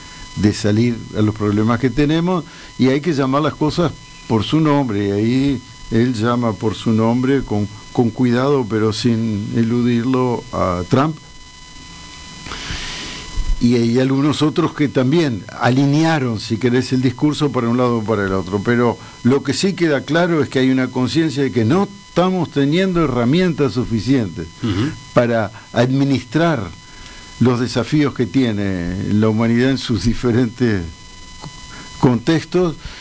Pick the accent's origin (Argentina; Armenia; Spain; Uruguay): Uruguay